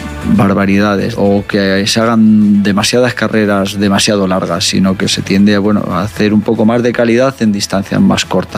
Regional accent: Béjar, Castile and León, Spain; Yo soy de Béjar, jamón.

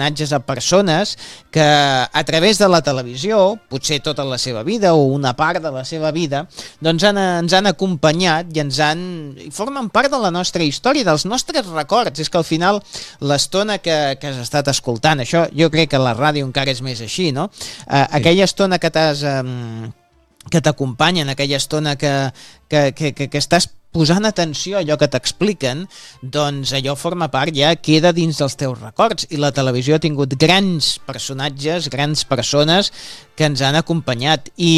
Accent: Barcelona, Catalonia, Spain; De Sants, sí, som Sants, perquè sí, sí. Som de Sants, som de Sants.

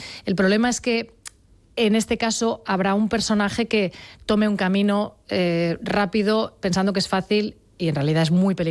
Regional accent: Sant Feliu de Llobregat, Catalonia, Spain

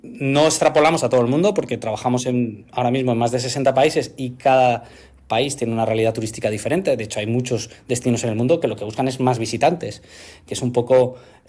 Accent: Menorca, Balearic Islands, Spain; te hablo como menorquín, o sea que lo he vivido toda la vida

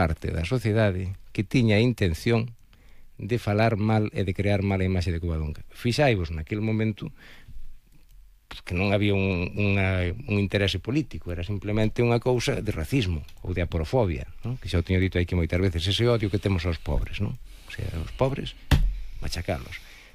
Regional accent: Eiroas, Galicia, Spain; Cando eu era neno, eu son das Eiroas.

